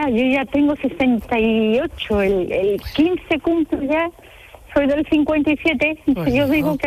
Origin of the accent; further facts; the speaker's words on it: San Fernando, Andalusia, Spain; born there; moved away; Pero voy a San Fernando, que es mi pueblo